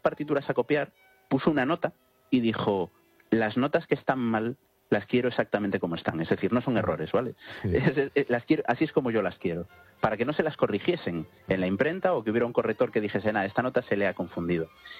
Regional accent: Galicia, Spain; Yo que soy gallego, la música tradicional gallega tiene mucho ritmo ternario.

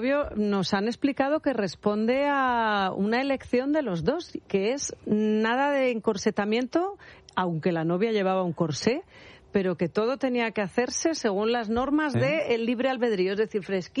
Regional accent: Castile and León, Spain; Pues nos está quemando el Valle del Tietar. Pues, ¿qué quieres que te diga? Es que me emociono porque es mi tierra.

